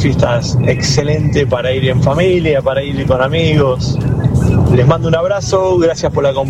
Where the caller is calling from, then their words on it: Bahía San Blas, Buenos Aires Province, Argentina; soy de Bahía San Blas, vengo en ruta, estoy yendo hacia mi localidad, estoy en la ruta 35 a 110 kilómetros de Bahía, frente a Villa Iris.